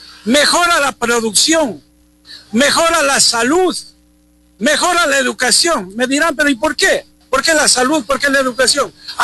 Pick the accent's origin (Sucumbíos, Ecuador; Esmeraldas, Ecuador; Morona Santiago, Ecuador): Morona Santiago, Ecuador; todos somos la provincia de Morona, Santiago